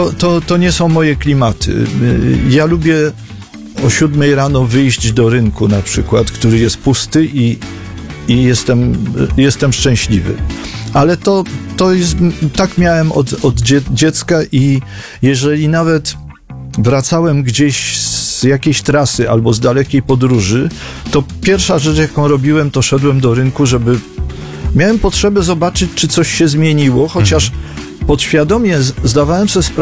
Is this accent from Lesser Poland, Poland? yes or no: yes; Kraków, Lesser Poland, Poland; also born or lived in Rząska; bo tu poznałem żonę, bo tu się urodziła moja córka, moja wnuczka i tak dalej, i tak dalej. Ja się wychowałem w czynszowej kamienicy w centrum miasta